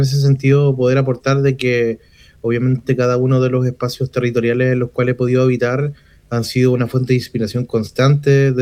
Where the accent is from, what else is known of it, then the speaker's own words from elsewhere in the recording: La Unión, Los Ríos, Chile; Futrono, Lago Ranco, Río Bueno y La Unión, que es la capital provincial de este espacio. Es mi lugar en donde yo nací, donde obviamente me formé como ciudadano, como persona